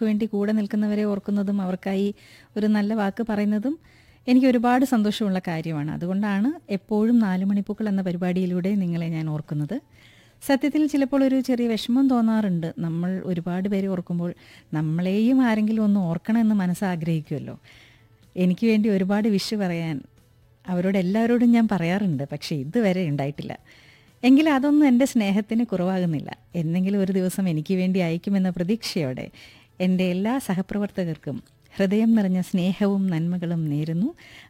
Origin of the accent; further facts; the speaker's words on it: Aluva, Kerala, India; ആലുവയിൽ നിന്നാണ്.